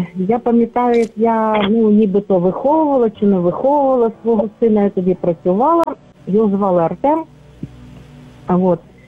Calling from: Lviv, Lviv Oblast, Ukraine; зі Львова.

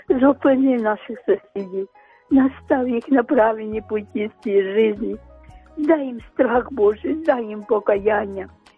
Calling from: Kyiv, Ukraine; я з Оболоні, з Києва.

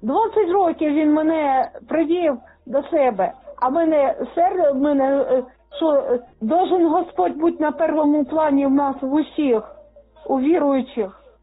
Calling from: Kharkiv Oblast, Ukraine; Із Харківщини.

